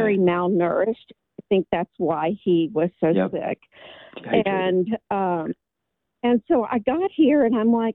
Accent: Colorado, United States; now in Massachusetts, United States; So I ended up, I came from Colorado and I ended up needing to sell my condo, and, I've just been here. I don't consider myself, a Massachusetts person

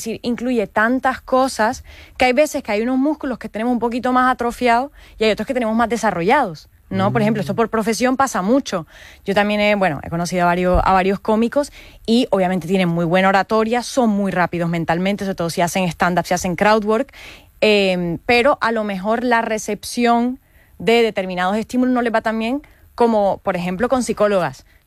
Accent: Caribbean Region, Colombia

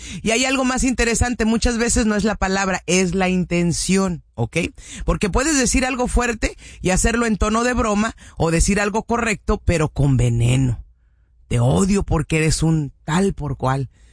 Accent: Cuernavaca, Morelos, Mexico; soy de Cuernavaca, Morelos, pues casi, soy chilanguita.

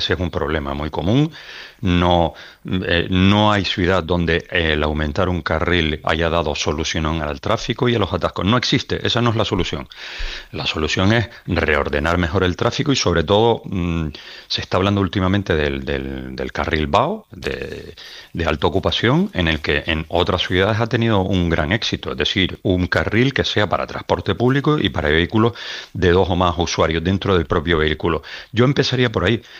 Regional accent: Canary Islands, Spain

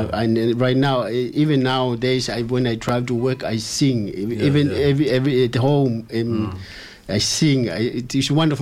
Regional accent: Tonga; Both of my parents are very devout Catholic, and I grew up where I grew up in Tonga.

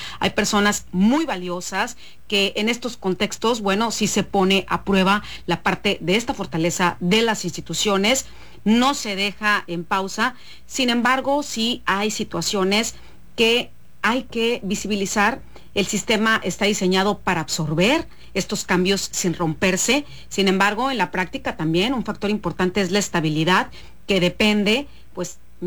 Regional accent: Sinaloa, Mexico; eso es lo que quisiéramos las y los sinaloenses

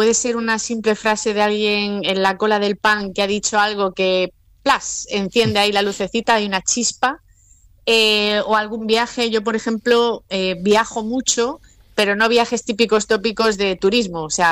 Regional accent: Galicia, Spain

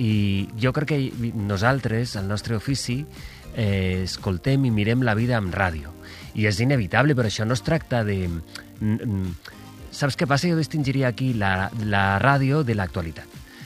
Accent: Valencia, Valencian Community, Spain; moved away as an adult; now in Barcelona, Spain; Soc de València, i quan vaig venir a Barcelona a estudiar el primer any de carrera a l'Autònoma

